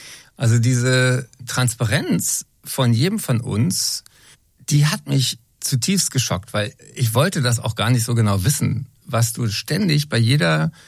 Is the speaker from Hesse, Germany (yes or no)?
yes; Frankfurt, Hesse, Germany; born there; Ich bin ja sogar in Frankfurt geboren.